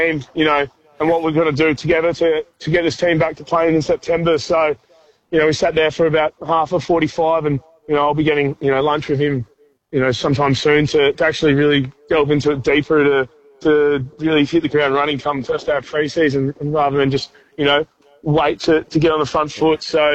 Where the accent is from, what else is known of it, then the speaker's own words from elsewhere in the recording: Moe, Victoria, Australia; I'm from Mowi.